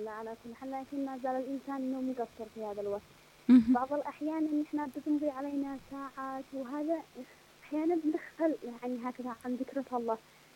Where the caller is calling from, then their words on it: Yemen; عندنا في اليمن